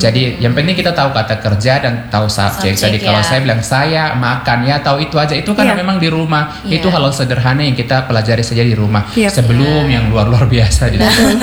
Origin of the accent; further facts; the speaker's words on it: Biak, Papua, Indonesia; first language Biak; Indonesian is a second language; Jadi saya pakai bahasa Indonesia daripada bahasa saya dari Biak itu lebih tidak mengerti lagi.